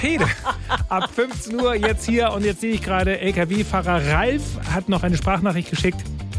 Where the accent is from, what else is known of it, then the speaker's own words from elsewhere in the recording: Hamburg, Germany; moved away as an adult; now in Schleswig-Holstein, Germany; weil ich damals als Hamburger bis 2010 noch gedacht habe, Hamburg ist der Nabel der Welt, es gibt nichts Schöneres. Aber in dem Augenblick, wo ich hier nach Schleswig-Holstein gezogen bin, damals ja direkt Mönckeberg an den Strand.